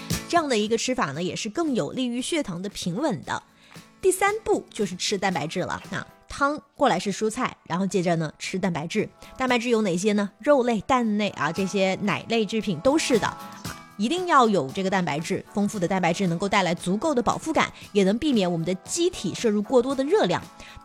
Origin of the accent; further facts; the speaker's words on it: Guangdong, China; 我们广东人